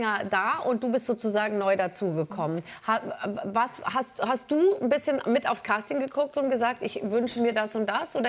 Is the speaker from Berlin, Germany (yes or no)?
yes; Berlin, Germany; Als Berlinerin wurde ich natürlich im SO36 angesprochen.